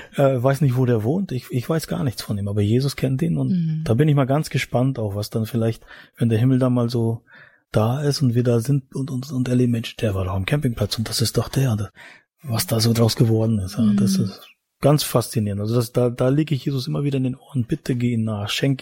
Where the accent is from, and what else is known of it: East Germany, Germany